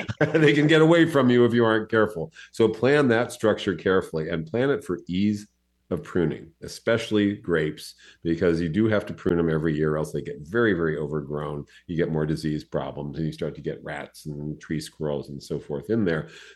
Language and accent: English; San Diego, California, United States; I grew up with these in San Diego.